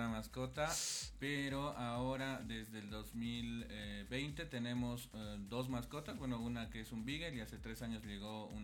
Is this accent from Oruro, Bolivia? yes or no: no; Sucre, Chuquisaca, Bolivia; moved away as an adult; now in La Paz, Bolivia; yo soy de Sucre, pero me vine de Sucre en 2010 a La Paz.